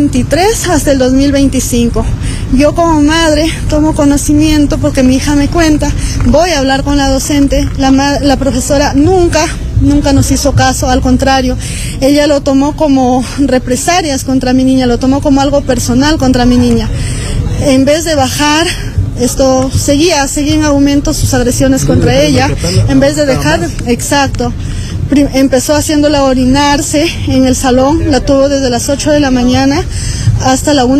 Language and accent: Spanish; Yapa, Cajamarca, Peru; Vengo de la provincia de San Miguel, exactamente del distrito de Yapa.